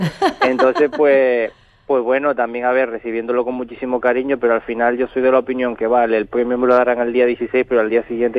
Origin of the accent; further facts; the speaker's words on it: Canary Islands, Spain; accent: Canarian; La gente siempre me dice, ay, me encanta porque hablas todavía de manera canaria. Digo, si no hablamos nosotros de manera canaria